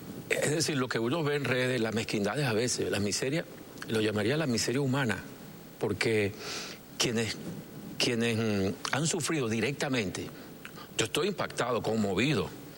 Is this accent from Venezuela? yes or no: yes; Venezuela; hemos sido los venezolanos. Nosotros somos hijos de Dios y de Bolívar